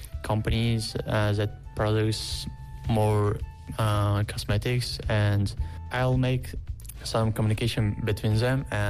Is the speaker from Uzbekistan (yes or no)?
yes; Uzbekistan; moved away as an adult; now in Busan, South Korea; I'm from Uzbekistan. I'm 20 years old and currently studying in Korea.